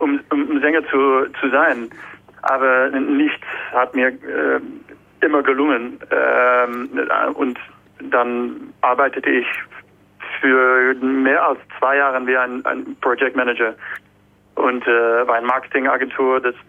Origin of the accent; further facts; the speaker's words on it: Netherlands; German is a second language; Und ich bin ein Holländer